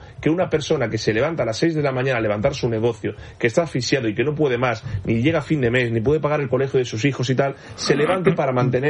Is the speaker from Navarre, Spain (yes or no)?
yes; Navarre, Spain; Ahora, como navarro ahora por alusiones, hable usted con los autónomos navarros.